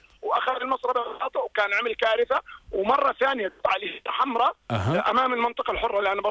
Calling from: Jordan; انت كأردني احنا الحلو عندنا في الأردنيين كلنا رجال أمن

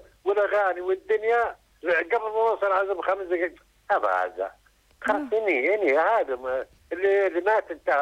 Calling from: Aqaba, Aqaba Governorate, Jordan; أنا من العقبة.

